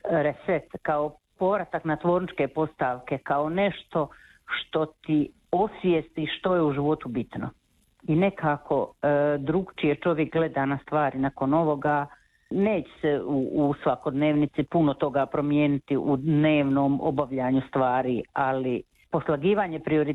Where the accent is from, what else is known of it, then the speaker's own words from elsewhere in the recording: Klobuk, Federation of Bosnia and Herzegovina, Bosnia & Herzegovina; also born or lived in Zagreb; now in Vitina, Bosnia and Herzegovina; Ja sam udata u Vitinu, živim u Vitini, ali sam rodom iz Klobuka, mjesta pokraj Vitine.